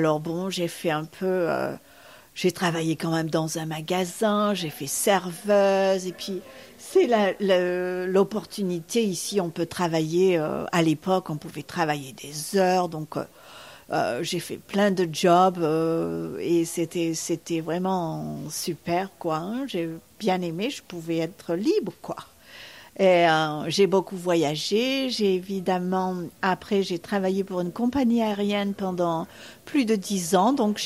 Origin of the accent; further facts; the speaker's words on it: Saint-Paul-de-Vence, Provence-Alpes-Côte d'Azur, France; also born or lived in Nice; now in Key West, United States; Et oui, et puis en plus, je suis du sud de la France. Je suis née à Nice et élevée à Saint-Paul-de-Vence. Donc, j'aimais le soleil et la mer.